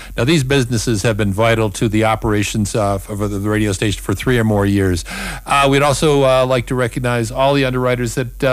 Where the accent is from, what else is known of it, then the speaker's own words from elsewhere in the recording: Rochester, New York, United States; moved away; my hometown up in Rochester, New York